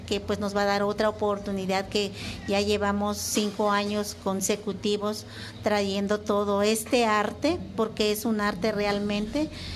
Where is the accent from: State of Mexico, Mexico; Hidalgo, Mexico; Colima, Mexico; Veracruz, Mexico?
Veracruz, Mexico; Papantla